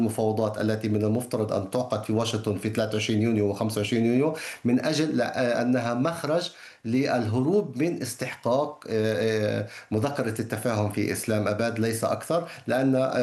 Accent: Palestine; نحن كفلسطينيين

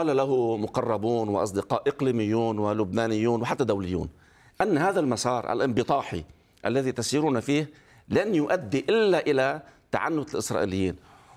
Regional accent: Lebanon; إقامة حوار لبناني للذهاب في المرحلة المقبلة كلبنانيين متضامنين

